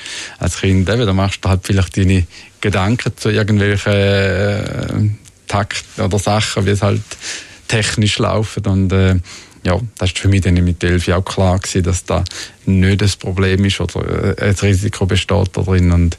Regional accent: Thurgau, Switzerland; Ich bin im Thurgau aufgewachsen

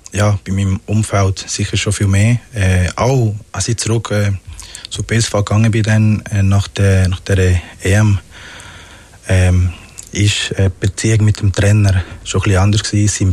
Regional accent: Magdalena, Colombia; now in Switzerland; ich bin auch ganz am Strand mit meinen Grosseltern aufgewachsen, in Parque Tayrona heisst es.

